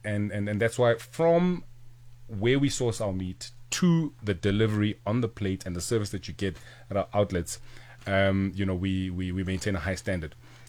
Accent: Soweto, Gauteng, South Africa; I grew up in the township.

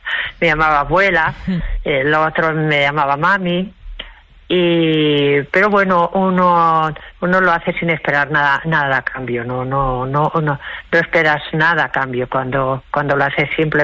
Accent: Badalona, Catalonia, Spain

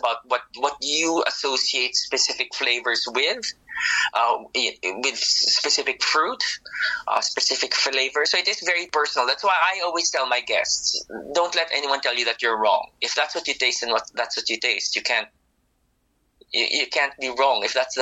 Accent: Philippines; moved away; I'm originally from the Philippines.

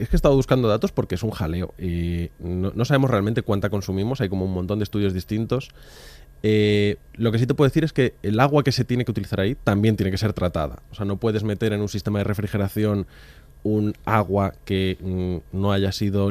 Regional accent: Community of Madrid, Spain

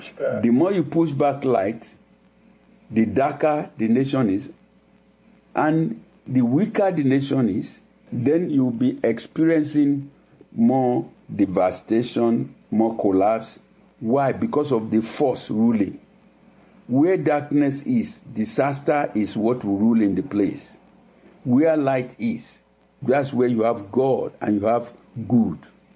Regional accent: Nigeria; moved away; As I said, I came from Nigeria. Where I came from, there is no homelessness.

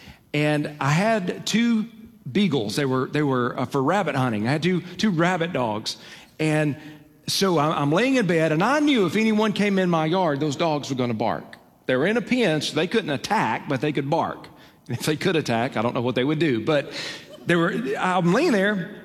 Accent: Alabama, United States; born or raised there

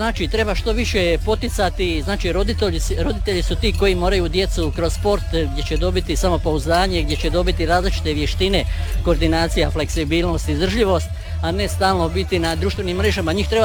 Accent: Jasenice, Zadar County, Croatia; Pa ja sam ovdje iz Jasenica, ali trenutno radim u Zagrebu na Hrvatskom vojnom učilištu kao kineziolog.

